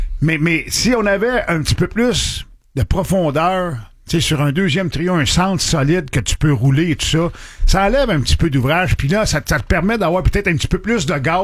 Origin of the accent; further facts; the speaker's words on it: Montreal, Quebec, Canada; Moi, tu sais, je viens de Montréal, mais j'ai fait exprès.